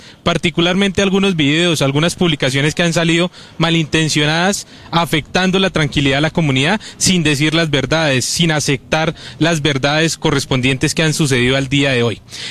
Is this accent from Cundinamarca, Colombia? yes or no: yes; Cogua, Cundinamarca, Colombia